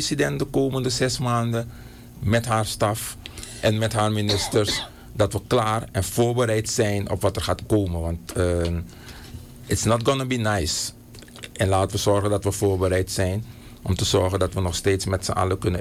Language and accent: Dutch; Suriname